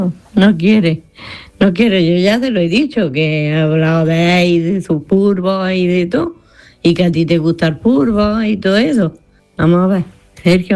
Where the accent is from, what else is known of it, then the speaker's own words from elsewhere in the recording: Granada, Andalusia, Spain; Hola Manolo … de Granada.